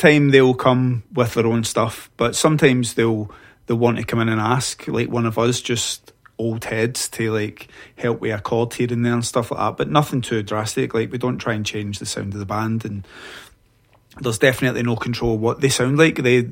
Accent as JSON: {"language": "English", "town": "Paisley", "region": "Scotland", "country": "United Kingdom", "moved": "yes", "lives_now": "Glasgow, United Kingdom", "said": "I'm a singer-songwriter from... I'm based in Glasgow, but I'm originally from Paisley."}